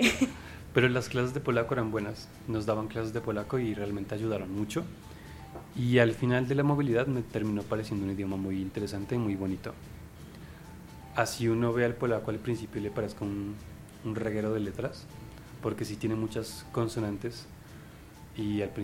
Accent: Colombia; Digamos, la gente es amable, amable como colombianos, pero tienen como cara de que están bravos todo el tiempo

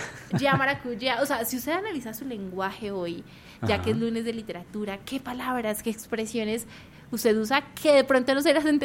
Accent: Bogotá, Colombia; Yo soy muy rola, muy, muy rola

